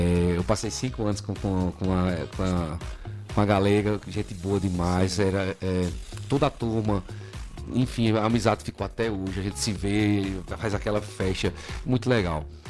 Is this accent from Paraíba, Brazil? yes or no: yes; Paraíba, Brazil; sou forrozeiro, sou nordestino, sou paraibano.